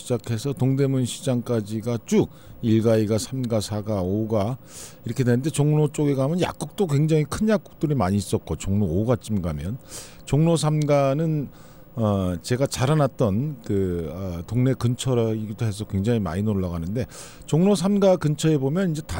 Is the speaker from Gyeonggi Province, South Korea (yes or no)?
no; Seoul, South Korea; born or raised there